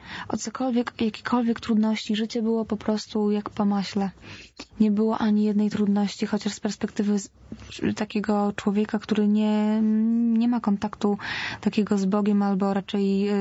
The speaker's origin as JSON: {"language": "Polish", "town": "Zamość", "region": "Lublin Voivodeship", "country": "Poland", "said": "Poszłam do liceum, poszłam do kościoła, takiego najbardziej znanego u mnie w Zamościu."}